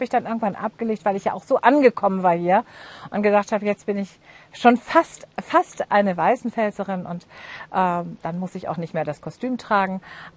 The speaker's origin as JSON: {"language": "German", "region": "Hamburg", "country": "Germany", "tie": "born or raised there", "said": "dann bin ich natürlich in Hamburg, in meiner Heimatstadt."}